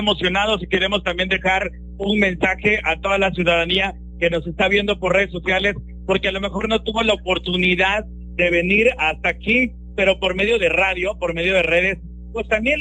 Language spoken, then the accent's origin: Spanish; Pijijiapan, Chiapas, Mexico; yo soy de Pijijiapan, mi papá también fue comunero, ahora es mi mamá la representante